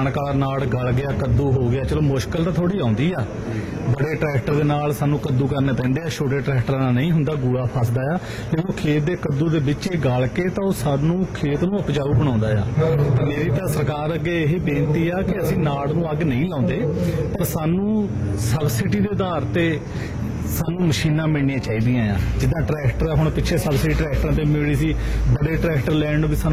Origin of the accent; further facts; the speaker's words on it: Lutera Kalan, Punjab, India; ਮੇਰਾ ਪਿੰਡ ਲੁਟੇਰਾ ਕਲਾਂ